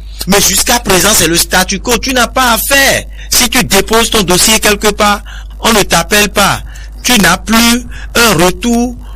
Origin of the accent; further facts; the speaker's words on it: Benin; Je suis béninois.